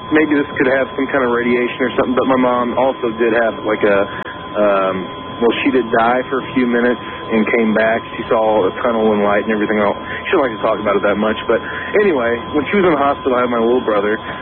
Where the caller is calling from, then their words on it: Columbia, Missouri, United States; I'm calling from Columbia, Missouri.